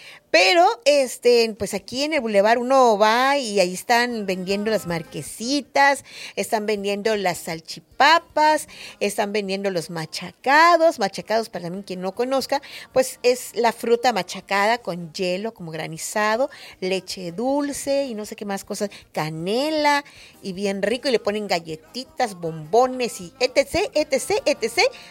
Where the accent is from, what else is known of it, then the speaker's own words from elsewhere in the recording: Mexico; para los que somos mexicanos